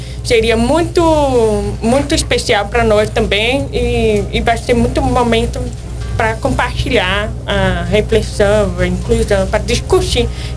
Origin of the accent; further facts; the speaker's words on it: Brasília, Federal District, Brazil; eu sou deficiente auditiva desde que eu nasci. Sou de Brasília, do DF, lá de Ceilândia.